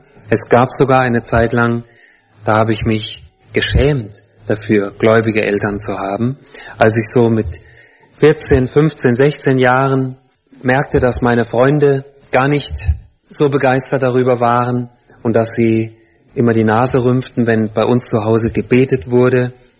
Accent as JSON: {"language": "German", "region": "Hesse", "country": "Germany", "tie": "born or raised there", "said": "Ich bin in der Nähe von Kassel geboren und aufgewachsen, also in Nordhessen, gar nicht so weit weg von hier."}